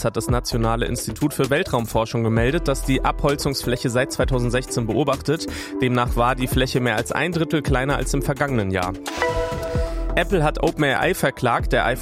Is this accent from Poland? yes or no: no; Greece; now in Bremen, Germany; Ich komme ja aus Griechenland.